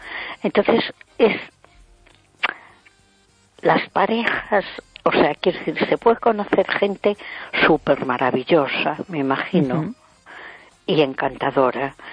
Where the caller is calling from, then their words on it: A Coruña, Galicia, Spain; de Coruña.